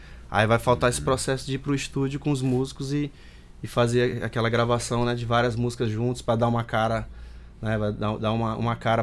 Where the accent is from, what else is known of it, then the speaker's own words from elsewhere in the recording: Maranhão, Brazil; moved away; Eu sou nascido no Maranhão, né? Sou maranhense, então eu tenho uma bagagem aí, vamos dizer assim, uma bagagem cultural, né? Então eu cresci ouvindo Bumba Meu Boi, Tambor de Crioula, né?